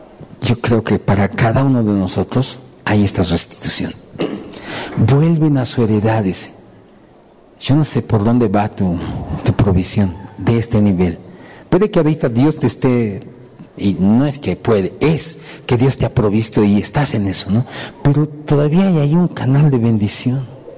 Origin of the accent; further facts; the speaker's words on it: Bolivia; Nosotros también somos bolivianos.